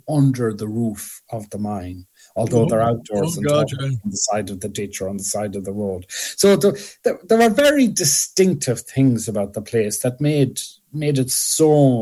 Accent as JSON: {"language": "English", "area": "Arigna", "region": "Connacht", "country": "Ireland"}